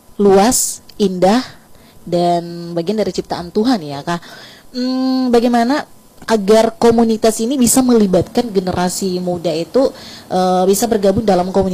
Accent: Ambon, Maluku, Indonesia; saya asli bukan asli sih tapi lahir besar di Ambon tapi papa orang Banda, mamanya Buru Selatan gitu.

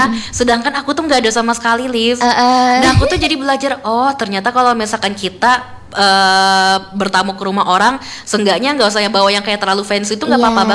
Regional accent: Samarinda, East Kalimantan, Indonesia; Aku asli Samarinda

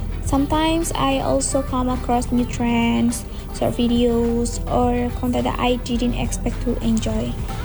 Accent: Surakarta, Central Java, Indonesia; I'm from Surakarta.

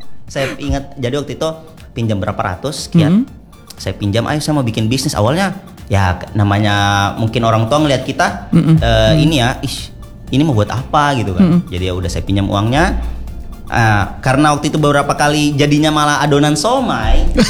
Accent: Sulawesi, Indonesia; saya orang Sulawesi tidak enakan ini. Kan kita punya darah

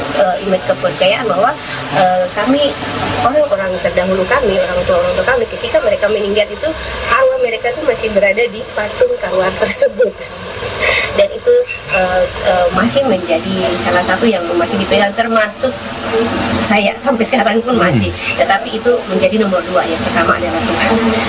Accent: Biak, Papua, Indonesia; kalau di Biak, orang-orang tua itu di kampung aku tuh masih ada beberapa patung yang ditaruh di dalam rumah.

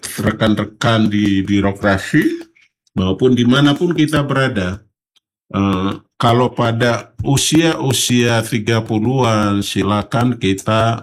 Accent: Papua, Indonesia; Momen ini sangat penting, dan sebagai anak Papua, saya mengajak semua komponen, ya, mari kita jaga ini barang yang baik.

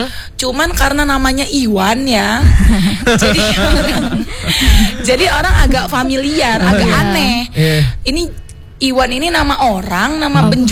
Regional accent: Kota Agung, Lampung, Indonesia; moved away; Kebetulan aku nih orang Kota Agung. Tahu kan Tanggamus, orang pesisir, Lampung pesisir.

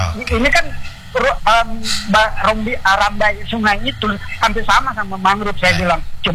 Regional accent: East Kalimantan, Indonesia; ketika saya masih kecil, saya memang lahir di Seisrata itu.

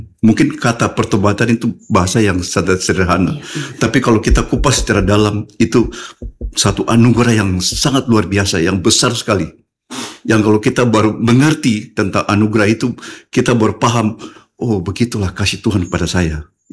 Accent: Manokwari, West Papua, Indonesia; also born or lived in Sorong; Saya lahir di Sorong dan saya kecil Manokwari. Dan pasti orang GKI atau orang Papua tahu tentang

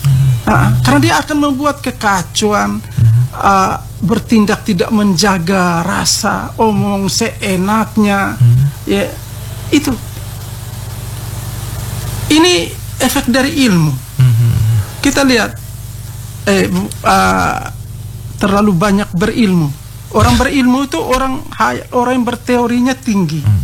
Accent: East Nusa Tenggara, Indonesia; Tapi kita mencintai budaya kita sehingga kita mempunyai jati diri kita sebagai orang Ende Lio.

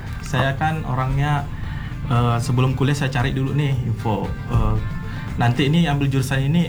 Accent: East Nusa Tenggara, Indonesia; born there; also born or lived in West Kalimantan; now in Pontianak, Indonesia; Saya aslinya di NTT.

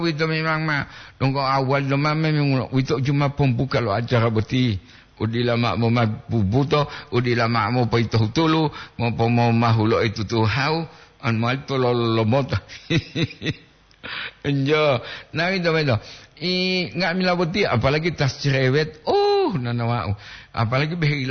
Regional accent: Gorontalo, Indonesia; now in Manado, Indonesia; Salam saya dari Gorontalo sekarang merantau di Manado.

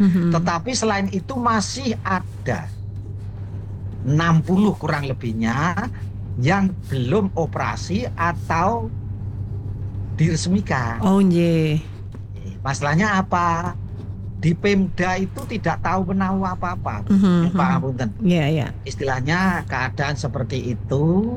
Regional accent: Java, Indonesia; alasan saya orang Jawa.

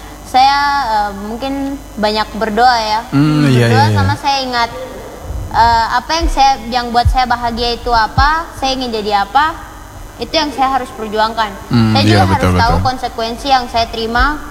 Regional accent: Eastern Indonesia, Indonesia; apalagi kan kita dari Indonesia Timur kan dikenal dari tuh orang-orang yang

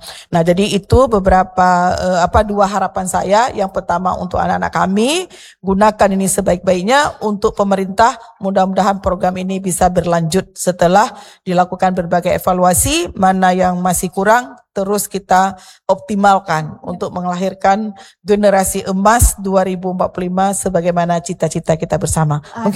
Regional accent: Aceh, Indonesia; kita Aceh Besar

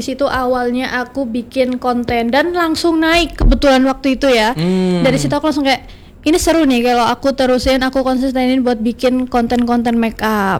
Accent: Malang, East Java, Indonesia; now in Pontianak, Indonesia; Jadi kebetulan asalnya aku tuh dari Kota Malang. Aku tuh orang Jawa asli, Jawa.

